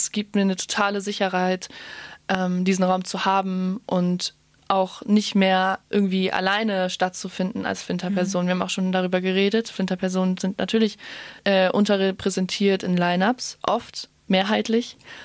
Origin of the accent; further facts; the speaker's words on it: Hamburg, Germany; das erste Mal, wo ich wirklich den Sommer über nicht in meiner Heimatstadt war, echt? Also in Hamburg.